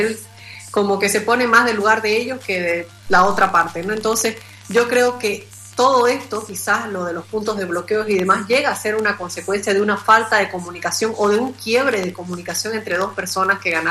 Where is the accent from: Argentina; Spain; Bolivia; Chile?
Bolivia; a nosotros como bolivianos